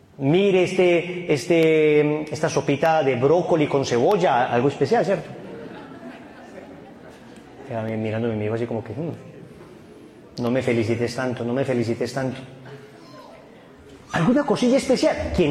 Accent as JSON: {"language": "Spanish", "town": "Medellín", "region": "Antioquia", "country": "Colombia", "tie": "born or raised there", "also_born_or_lived": "Cali / Granada", "said": "después vivimos en Cali un tiempo, después regresamos ya, yo pasé como el inicio de mi adolescencia en Granada y ya después nos volvimos a Medellín."}